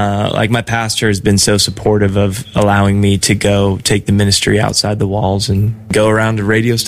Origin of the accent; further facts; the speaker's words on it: California, United States; now in Roseville, United States; We're in the Sacramento area in a suburb called Roseville. But yeah, my wife and I both grew up in California.